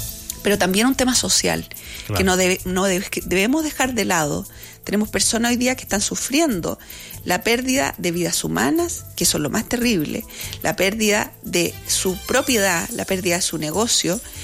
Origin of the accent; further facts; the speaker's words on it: Chile; como chilenos, chilenas, habitantes de nuestro territorio chileno